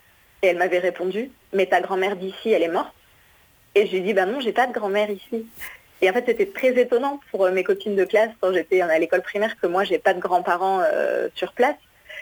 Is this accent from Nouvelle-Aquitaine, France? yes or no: yes; Bordeaux, Nouvelle-Aquitaine, France; je suis arrivée à la campagne, j'avais 8 ans, je venais plutôt de Bordeaux, donc de la ville